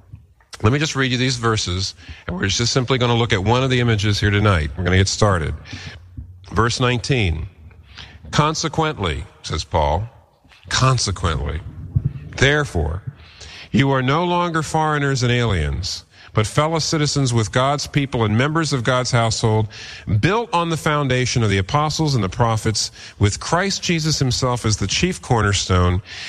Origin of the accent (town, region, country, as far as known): Pennsylvania, United States